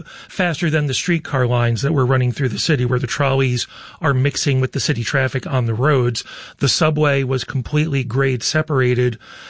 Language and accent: English; New York, United States; now in Rochester, United States; Growing up outside New York City and riding trains and using transit is just a part of life. I grew up in the suburbs, worked in New York City.